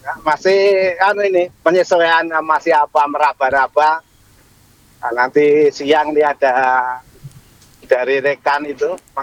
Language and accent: Indonesian; Magelang, Central Java, Indonesia; moved away; Asli. Magelang.